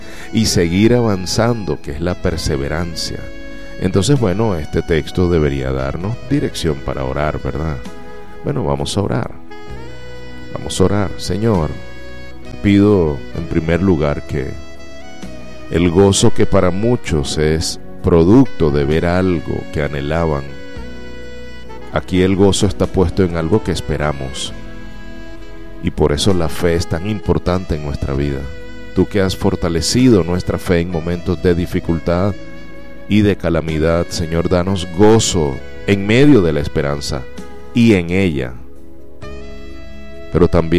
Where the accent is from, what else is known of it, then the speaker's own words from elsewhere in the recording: Mérida, Venezuela; moved away; mi tierra maravillosa, en Mérida, en el pueblito de allá en Mucuchíes, tierra llena de gracia